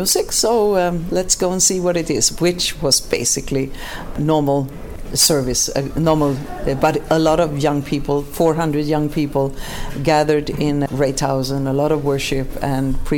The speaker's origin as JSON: {"language": "English", "country": "Sweden", "moved": "yes", "said": "I'm from Sweden and he's from Denmark."}